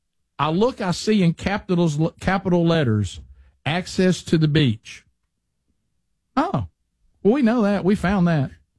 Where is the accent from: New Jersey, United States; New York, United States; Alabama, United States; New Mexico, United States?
Alabama, United States; we're from Alabama.